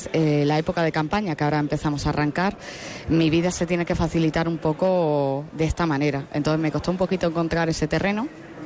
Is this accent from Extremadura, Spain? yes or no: yes; Cáceres, Extremadura, Spain; yo soy nacida y criada en Cáceres, uh-huh. pero en Almoharín está mi familia paterna.